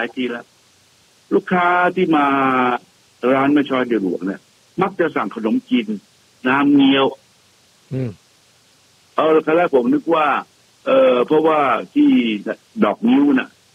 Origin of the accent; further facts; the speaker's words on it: Northern Thailand, Thailand; เราเป็นคนเหนือนะฮะ